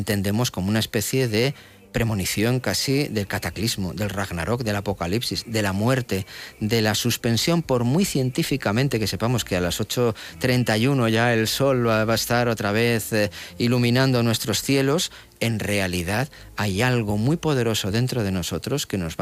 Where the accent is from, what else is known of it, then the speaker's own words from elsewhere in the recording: Castile and León, Spain; los que somos de León lo sabemos